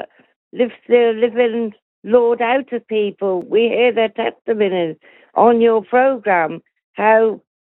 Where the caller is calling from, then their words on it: Carterton, South East England, United Kingdom; Carterton in Oxfordshire.